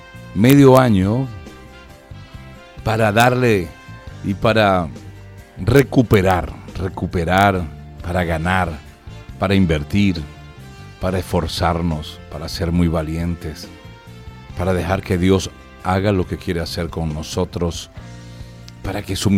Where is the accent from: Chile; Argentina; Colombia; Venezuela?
Venezuela; presento a mi tierra, a mi nación Venezuela.